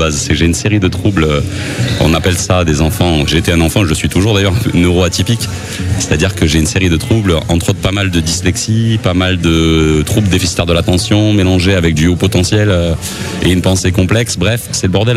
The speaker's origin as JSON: {"language": "French", "region": "Occitanie", "country": "France", "said": "Moi, je viens du Gard, exactement, à côté des Cévennes, pour ceux qui sont pointus"}